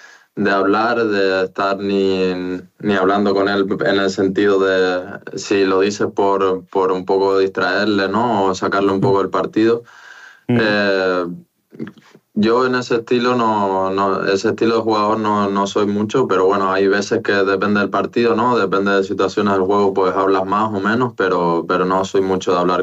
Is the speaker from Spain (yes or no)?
yes; Spain